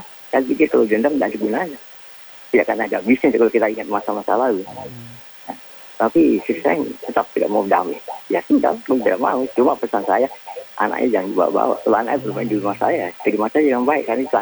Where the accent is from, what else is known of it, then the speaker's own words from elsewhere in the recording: Makassar, South Sulawesi, Indonesia; Saya kan orang Makassar, bang. Keras itu.